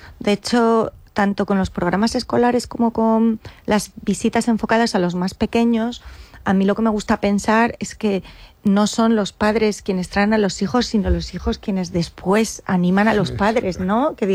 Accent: Castile and León, Spain; Es un pueblito de León, un pequeño pueblito por la soba arriba. Y me paso todo el tiempo tranquilamente con mi familia y mi gente en el campo

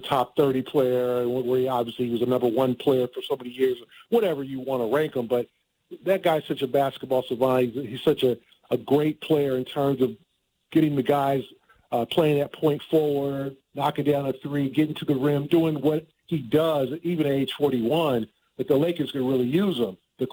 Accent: Los Angeles, California, United States; I mean, you know, I'm from Los Angeles.

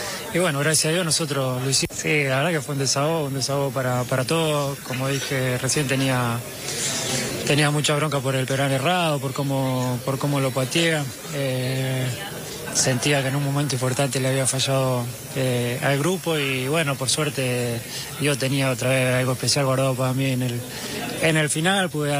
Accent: Argentina

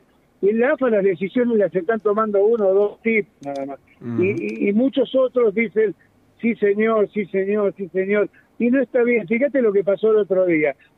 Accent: Argentina; somos originales los argentinos.

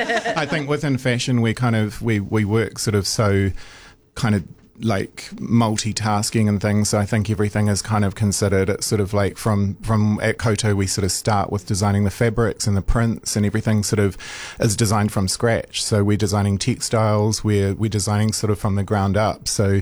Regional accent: Wanaka, Otago, New Zealand; moved away; I grew up in Wanaka and I've never been to either Invercargill or Gore.

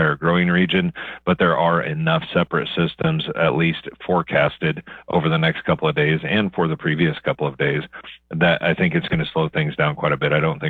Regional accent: Kansas, United States; This is something that, you know, where I grew up in Western Kansas, it was kind of a regular thing.

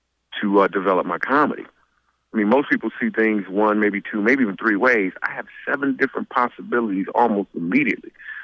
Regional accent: Grand Rapids, Michigan, United States; We grew up in Grand Rapids, Michigan.

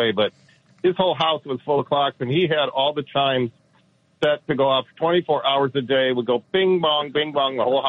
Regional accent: Detroit, Michigan, United States; But, I'm from Detroit originally, but my dad collected clocks, grandfather clocks.

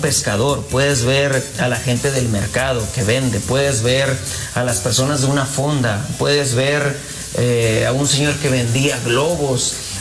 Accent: Sonora, Mexico; Yo soy sonorense.

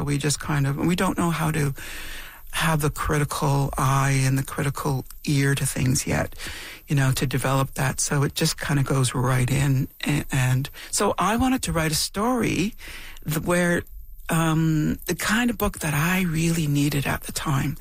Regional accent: Temagami, Ontario, Canada; When I grew up in Temagami, in Northern Ontario

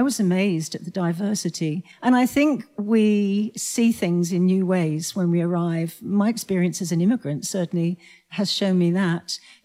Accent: South West England, United Kingdom; moved away as an adult; I grew up in the West Country in the UK, in Cornwall

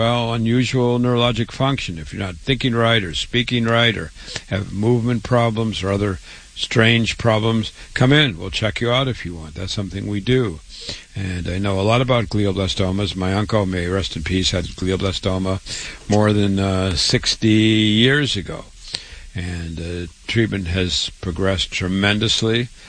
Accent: Waterloo, Iowa, United States; I was born and raised in Waterloo, Iowa. I went to public school, university, medical school, real MD.

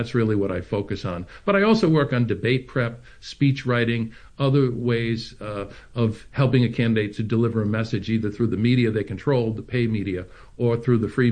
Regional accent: Rhode Island, United States; I did a governor's race in 1990, my home state of Rhode Island.

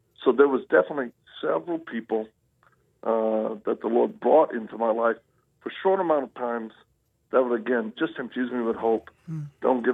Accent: Louisiana, United States; born there; also born or lived in Mississippi / Texas; Well, I'm a Southern boy. I was born in Louisiana

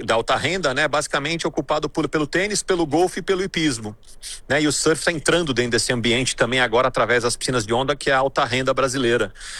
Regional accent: Brazil; A gente, como brasileiro, acompanha várias histórias

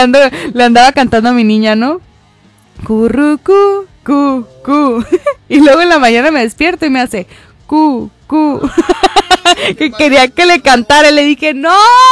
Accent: Mexico; así somos los mexicanos

